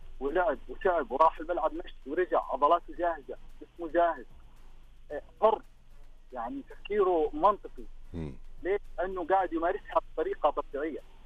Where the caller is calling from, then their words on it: Saudi Arabia; إحنا عندنا في السعودية